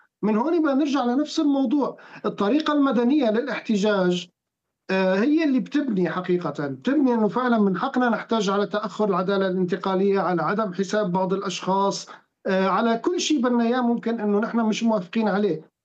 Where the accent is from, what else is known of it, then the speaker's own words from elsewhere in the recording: Syria; نحن كشعب سوري